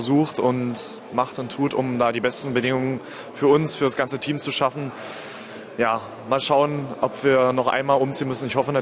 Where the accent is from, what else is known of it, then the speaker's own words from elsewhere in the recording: Magdeburg, Saxony-Anhalt, Germany; born there; Dann heute die Eintragung ins Goldene Buch der Stadt ist auch als gebürtiger Magdeburger natürlich immer was Besonderes